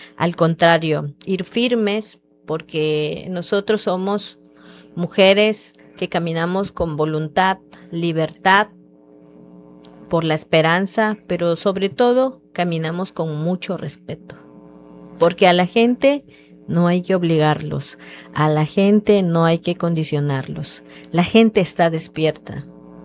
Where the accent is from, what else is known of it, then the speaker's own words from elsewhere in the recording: Nacajuca, Tabasco, Mexico; first language Maya; Spanish is a second language; mi lengua Yucatán Maya? Que … soy de Tecoluta, Nacajuca